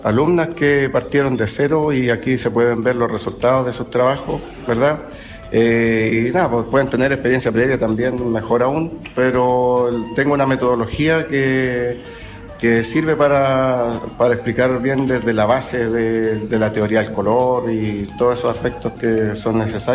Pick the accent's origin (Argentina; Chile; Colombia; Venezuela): Chile; Los Angeles, Biobío; Soy artista visual de Los Ángeles con 10 años de trayectoria